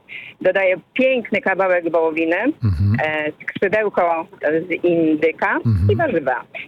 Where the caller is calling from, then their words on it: Milanówek, Masovian Voivodeship, Poland; jestem nianią z Milanówka